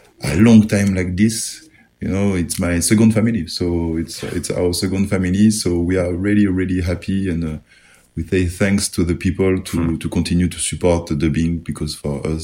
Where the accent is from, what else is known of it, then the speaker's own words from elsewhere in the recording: France; English is a second language; It was a long time ago for us, you know, and we grew up in France. Me, I grew up with ideas, ideology of anti-racism, unity